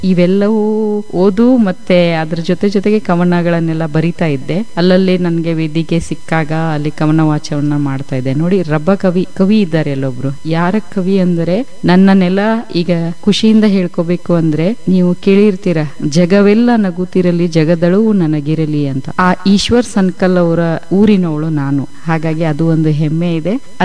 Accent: Rabkavi, Karnataka, India; accent: North Karnataka; moved away as an adult; also born or lived in Mudhol / Mumbai; now in Bengaluru, India; ಪ್ರಾಥಮಿಕ ಹಂತದ ಶಿಕ್ಷಣವನ್ನ ನಾನು ಅರಬ್ಕವಿಯಲ್ಲೇ ಮುಗಿಸ್ದೆ. ಅದರ ನಂತರದ ಹಂತದ ಶಿಕ್ಷಣವನ್ನ ನಾನು ನವೋದಯ ಮುರಾರ್ಜಿ ಮುಧೋಳಲ್ಲಿ ಮುಗಿಸ್ಕೊಂಡು ನಂತರ ಕಾಲೇಜೆಲ್ಲ ಎಂವಿ ಪಟ್ಟಣ ರಬ್ಕವಿನಲ್ಲೇ ಮಾಡಿದೆ.

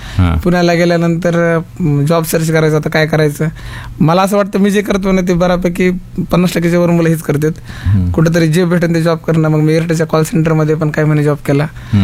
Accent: Ambajogai, Maharashtra, India; मी proper आंबेजोगाईचा, Beed जिल्ह्यातील आंबेजोगाई गाव. हा, तिथला.

